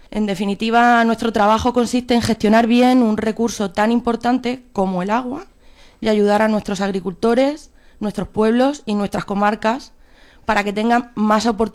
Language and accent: Spanish; Albatera, Valencian Community, Spain; Soy de Albatera y, como cualquier persona de la Vega Baja, he crecido escuchando hablar de agua toda la vida.